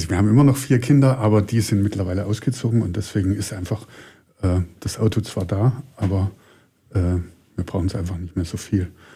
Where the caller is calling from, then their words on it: Bad Berka, Thuringia, Germany; Bei uns in Bad Berka war es neblig und da war es schön rauszufahren und zu sehen, dass die Sonne scheint.